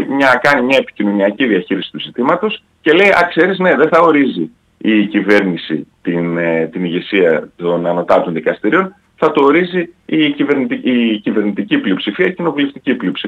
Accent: Trikala, Thessaly, Greece; επειδή είμαι και από τη Θεσσαλία, από τα Τρίκαλα

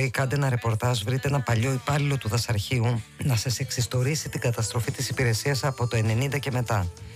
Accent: Eastern Macedonia and Thrace, Greece; Είμαι από την Ανατολική Μακεδονία. Λόγω εργασίας έχω γυρίσει σχεδόν όλα τα βουνά.

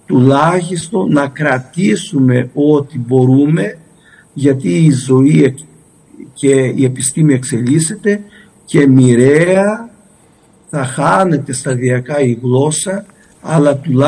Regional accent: Crete, Greece; accent: Cretan; ως κριτικός μιλώντας

